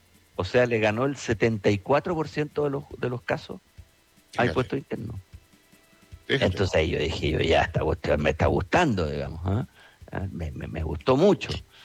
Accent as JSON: {"language": "Spanish", "country": "Chile", "said": "uno como es chileno es medio desconfiado, digamos."}